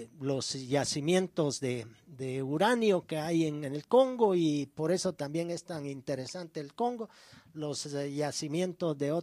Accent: Guatemala; todos somos guatemaltecos, todos amamos este país

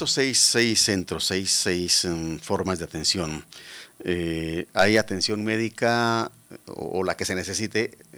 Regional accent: Guatemala; los guatemaltecos estamos invitados a servirle a otro guatemalteco

